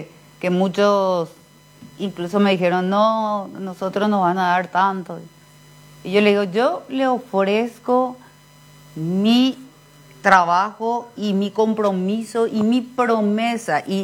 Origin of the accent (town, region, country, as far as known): Paraguay